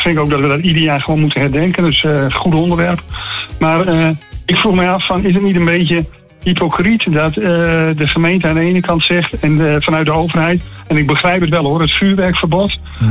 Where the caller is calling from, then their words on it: Groningen, Netherlands; Ik ben een Groninger